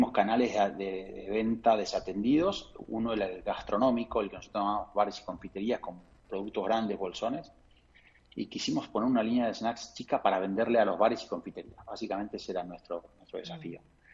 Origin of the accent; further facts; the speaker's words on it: Tigre, Buenos Aires Province, Argentina; Yo vengo del Tigre, con lo cual para nosotros el río, el delta, los arroyos es muy común.